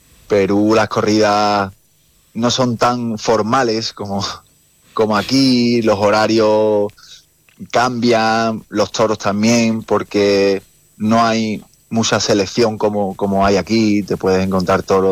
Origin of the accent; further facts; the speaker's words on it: Seville, Andalusia, Spain; verdad que siendo de Sevilla, pero me siento un poco navarro